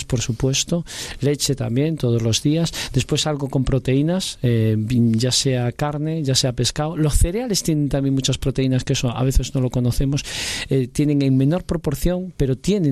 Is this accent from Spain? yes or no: yes; Spain